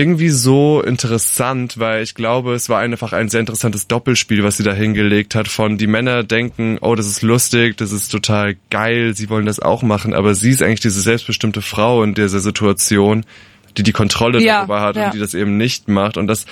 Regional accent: Rhineland-Palatinate, Germany; als kleiner Junge in einem 400-Einwohner-Dorf mit 20% AfD aufzuwachsen

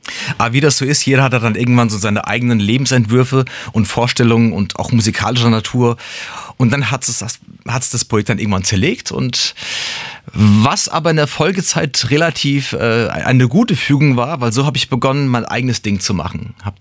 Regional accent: Frankfurt, Hesse, Germany; born or raised there; now in Mainz, Germany

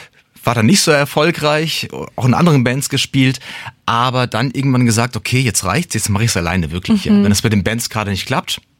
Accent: Frankfurt, Hesse, Germany; now in Mainz, Germany; Ich bin ein Frankfurter Bub im Herzen, bin dort geboren, lange Zeit in dem Bereich aufgewachsen und ja, Jahre später hat es mich dann irgendwie nach Wiesbaden sage ich schon, das ist das andere, die andere Hauptstadt, nach Mainz gezogen.

